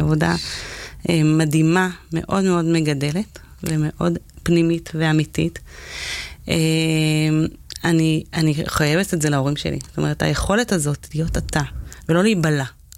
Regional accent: Jerusalem, Jerusalem District, Israel; אני גדלתי בבית וגן בירושלים, במשפחה עם 7 ילדים להורים אירופאים. אז היינו קצת אאוטסיידרים שנכנסנו לתוך, כאילו, אמא שלי אנגליה

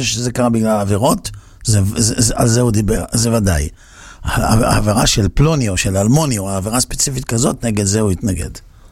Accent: Netanya, Central District, Israel; ואני גדלתי בנתניה שהייתה בירת הכדורגל וכולנו שיחקנו כדורגל שהיינו ילדים.

